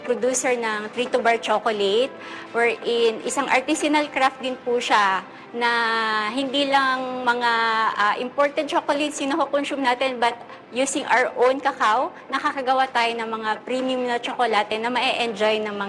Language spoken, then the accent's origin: Tagalog; Bicol Region, Philippines; ginagamit ko po yung mga cacao beans na galing sa amin sa Bicol.